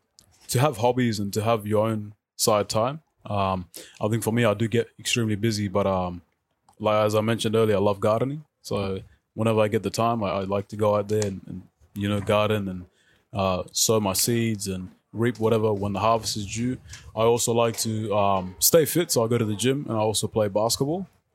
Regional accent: South Sudan; moved away; I come from South Sudan

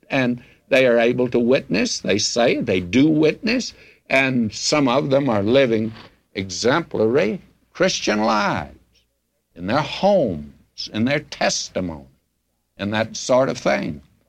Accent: United States; I'm still happy that I'm an American. I'm still happy I live in the United States today.

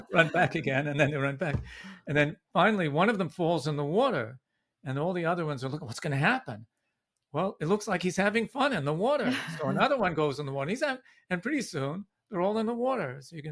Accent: Vancouver, British Columbia, Canada; So, yes, I was born in Vancouver. My mother came there from Bangalore. Her family had gone to India from Baghdad when the British left

